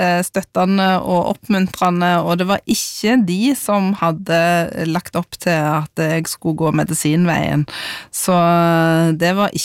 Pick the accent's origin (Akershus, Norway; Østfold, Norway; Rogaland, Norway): Rogaland, Norway; Sandnes; alle ungene I gata der jeg vokste opp med stod klar og ventet på bokbussen på mandags ettermiddagen, og de som da var så heldige å ha begynt på skolen, de fikk sitt eget lånekort, og I gamle dager på Sandnes bibliotek